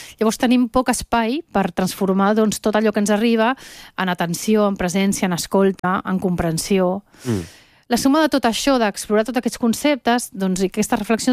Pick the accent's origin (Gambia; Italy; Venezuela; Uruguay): Venezuela